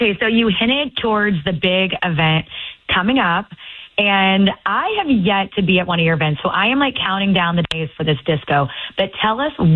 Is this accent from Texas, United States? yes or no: no; Oklahoma, United States; One, because I grew up in Oklahoma and we didn't have ballet companies quite like this.